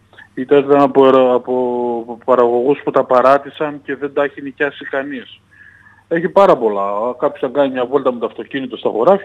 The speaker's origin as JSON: {"language": "Greek", "town": "Nea Flogita", "region": "Central Macedonia", "country": "Greece", "tie": "born or raised there", "said": "Εγώ στο χωριό μου, στα Νέα Φλογητά Χαλκιδικής, ήμασταν 150 παραγωγοί. Τώρα είμαστε οριακά 10."}